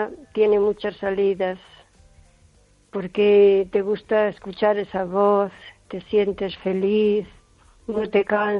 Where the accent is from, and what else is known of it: O Carballiño, Galicia, Spain